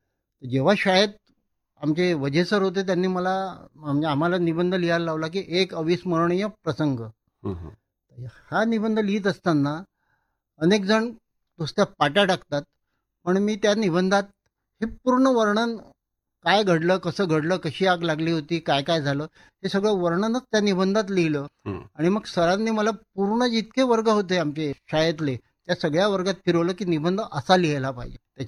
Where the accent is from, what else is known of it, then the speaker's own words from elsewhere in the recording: Amravati, Maharashtra, India; मी मूळ अमरावतीचा शहरीच माणूस, विलासनगर या ठिकाणी माझं राहणं होतं अमरावतीला आणि अमरावतीतच माझा जन्म झाला।